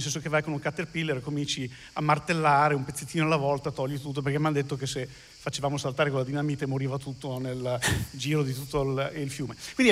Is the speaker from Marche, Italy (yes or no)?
no; Emilia-Romagna, Italy; io vengo dall'Emilia Romagna